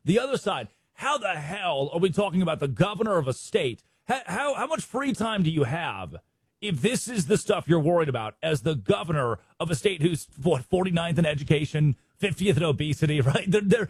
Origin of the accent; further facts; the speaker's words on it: Arkansas, United States; I grew up in Arkansas.